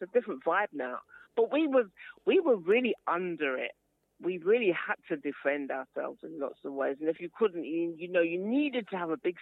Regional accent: London, United Kingdom; also born or lived in Birmingham; I was born in Birmingham, grew up in London, and I went to primary school in Tooting Broadway, Selling Court School.

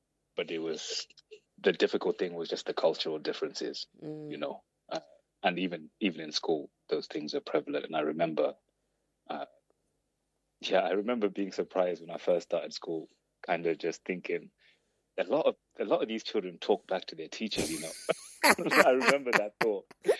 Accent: Zimbabwe; I think this is growing up in Zimbabwe anyway at that time.

